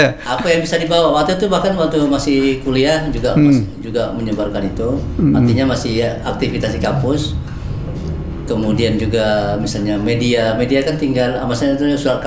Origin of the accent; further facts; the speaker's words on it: Bintan, Riau Islands, Indonesia; Tanjung Pinang, ke Bintan ya, saya sebenarnya kan dari Bintan kan.